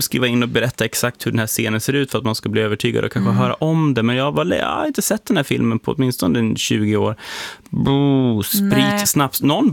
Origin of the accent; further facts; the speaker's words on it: Sollefteå, Västernorrland County, Sweden; born there; jag föddes i Sollefteå, så att allt är kul att höra en fellow.